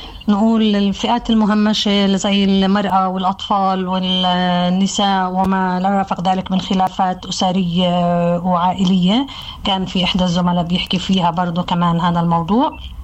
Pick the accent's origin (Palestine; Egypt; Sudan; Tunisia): Palestine; الإشكاليات الطارئة اللي إحنا كمجتمع فلسطيني يمكن مش متعودين عليها